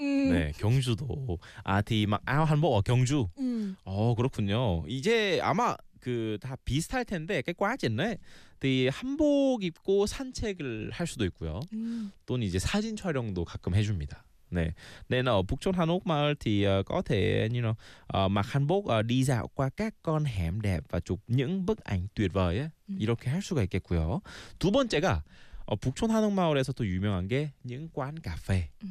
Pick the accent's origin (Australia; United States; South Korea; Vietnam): South Korea; Mình cũng là người Hàn